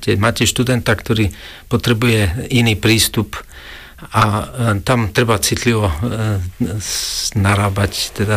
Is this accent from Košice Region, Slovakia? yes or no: yes; Betliar, Košice Region, Slovakia; Na Gemeri. Gemerská poloma, to je Betlia Rožňava.